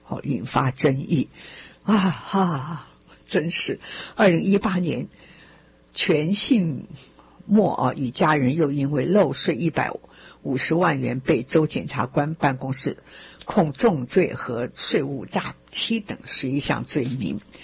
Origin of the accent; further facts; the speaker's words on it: China; now in Long Island, United States; 你会觉得我们中国人每次到了哪一个地方，都是先买房子，觉得先有一个住的地方才能安定你的心嘛